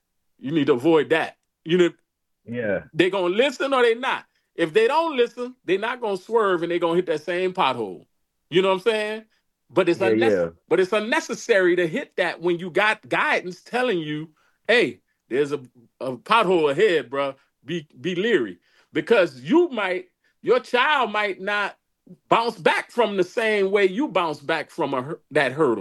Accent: New Orleans, Louisiana, United States; growing up in New Orleans, you know, we had bumps.

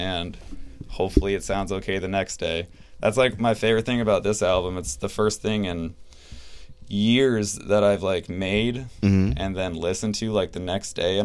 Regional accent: Florida, United States; I'm from North Florida. So okay. Like raised in the swamp kind of thing.

